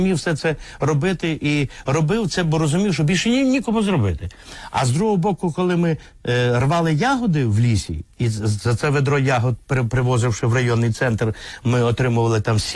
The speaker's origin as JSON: {"language": "Ukrainian", "region": "Prykarpattia", "country": "Ukraine", "tie": "born or raised there", "moved": "yes", "said": "я є вихідець із Прикарпаття."}